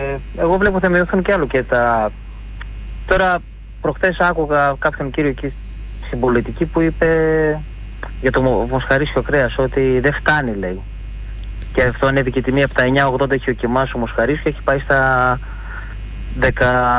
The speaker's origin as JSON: {"language": "Greek", "town": "Trikala", "region": "Thessaly", "country": "Greece", "said": "Εντάξει, και εγώ γενικά δεν είμαι από εδώ, είμαι σύζυγος, εγώ από Τρίκαλα είμαι."}